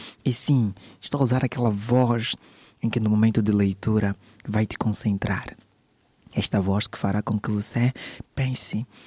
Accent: France; also born or lived in Dubai, United Arab Emirates / Abu Dhabi, United Arab Emirates / Portugal; now in Mozambique; Eu nasci em Dubai, a minha infância resume-se na França, fiz ensino primário em Abu Dhabi, o ensino secundário foi em Portugal e recentemente cheguei a Moçambique.

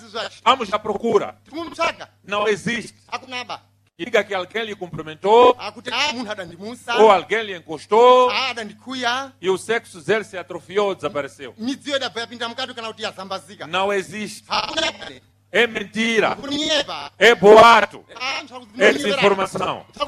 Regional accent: Mozambique; Nós, como moçambicanos, somos um povo de paz.

